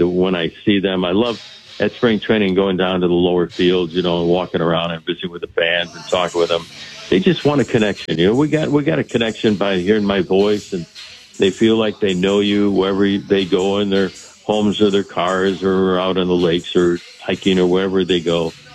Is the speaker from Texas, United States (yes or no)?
no; Chicago, Illinois, United States; me growing up in Chicago and my favorite player, Louis Aparicio